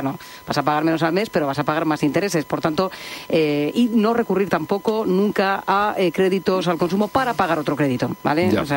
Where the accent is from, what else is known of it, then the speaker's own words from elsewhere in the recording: Region of Murcia, Spain; desde mi tierra querida, desde Murcia, en Jumilla